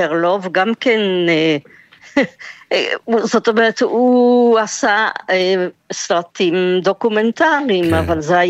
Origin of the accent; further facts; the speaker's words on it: France; accent: French; Hebrew is a second language; also born or lived in Mexico; now in Israel; הייתי שחקנית צעירה, והגעתי מצרפת, והרגשתי קצת לא נוח איתם, במיוחד עם השפה שלהם, עם העברית היפה, של יוסי וניסים וחיסקי. ואני עם המפתע שלי הצרפתי, וקצת ספרדי ממקסיקו גם